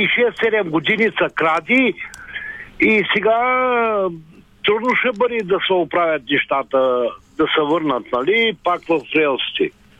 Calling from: Ruse Province, Bulgaria; съм от Русенско.

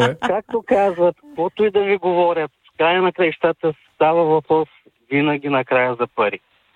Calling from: Varna, Varna Province, Bulgaria; Чисто съм от Варна.

